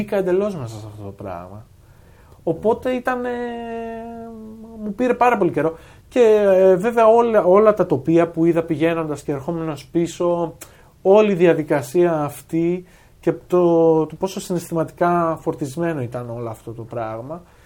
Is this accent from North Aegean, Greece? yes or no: no; Drama, Eastern Macedonia and Thrace, Greece; το τι έγινε στην πόλη μου συγκεκριμένα